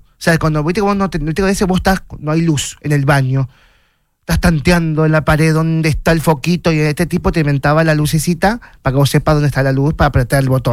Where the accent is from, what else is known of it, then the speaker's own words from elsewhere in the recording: Mar del Plata, Buenos Aires Province, Argentina; Yo soy marplatense